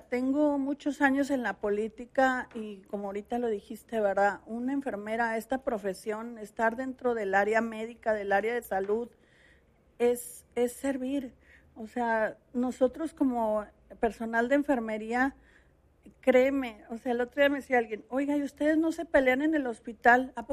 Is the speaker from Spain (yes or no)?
no; Mexico; Todos somos mexicanos